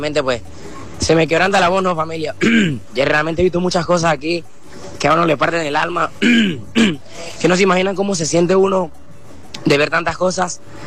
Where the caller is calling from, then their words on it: El Vigía, Mérida, Venezuela; venimos del Vigía, Estado Mérida.